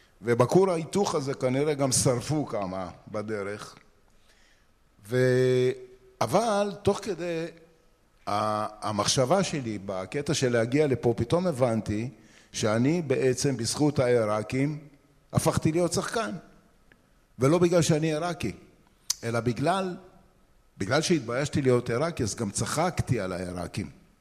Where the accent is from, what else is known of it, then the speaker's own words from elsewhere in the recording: Bnei Brak, Tel Aviv District, Israel; גדלנו בפרדס קץ. העירייה שלנו הייתה עיריית בני ברק. זה היה שטייטל פולני, ואנחנו גטו בתוך השטייטל הזה.